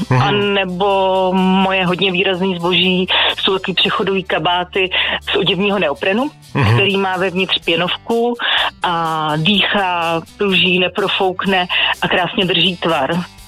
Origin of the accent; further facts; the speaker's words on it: Prague, Czechia; Já jsem z Prahy, z Modřan konkrétně.